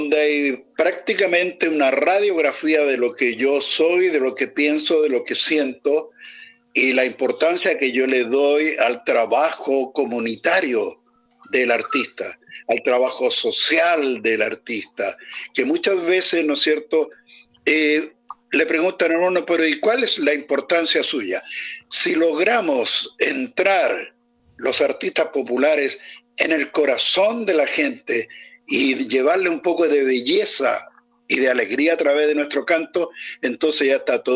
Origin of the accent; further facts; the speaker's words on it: Chile; Yo soy hijo de este suelo. Rayo de luna y de sol, soy mapuche y español, la sangre de mis abuelos.